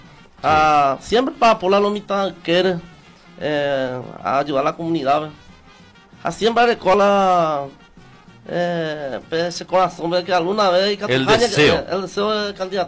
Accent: Carapeguá, Paraguarí, Paraguay

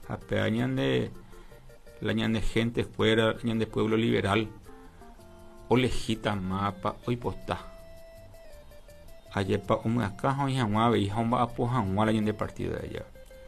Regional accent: Carapeguá, Paraguarí, Paraguay; somos carapegüeños, somos del departamento, somos paraguayo y paraguaya

